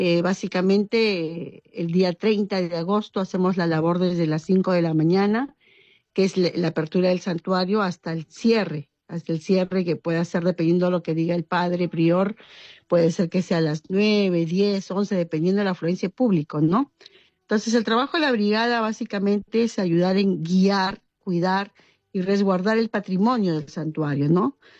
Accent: Peru

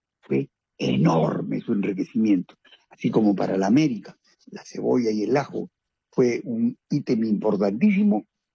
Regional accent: Peru; now in southern Italy

